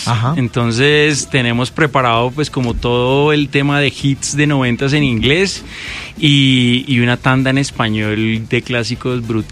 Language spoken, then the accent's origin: Spanish; Popayán, Cauca, Colombia; somos de Popayán, es la cosa. Somos de Popayán.